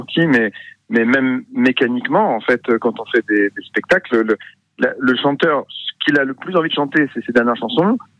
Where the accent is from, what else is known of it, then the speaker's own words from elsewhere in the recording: Évreux, Normandy, France; born there; also born or lived in Saint-Étienne; Je suis né à Évreux juste parce que mes parents ont été nommés profs en Normandie.